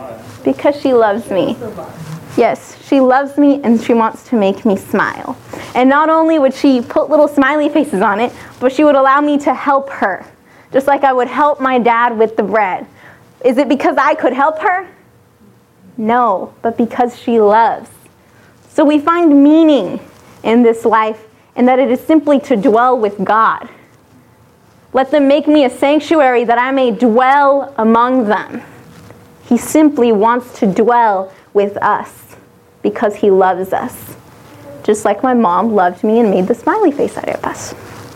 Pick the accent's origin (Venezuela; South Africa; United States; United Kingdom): Venezuela; moved away; I'm from Venezuela